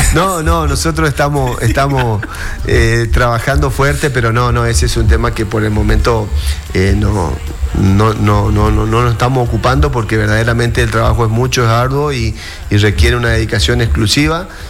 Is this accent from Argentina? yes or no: yes; Chaco, Argentina; Todos los que somos del interior del Chaco hemos padecido la falta de agua.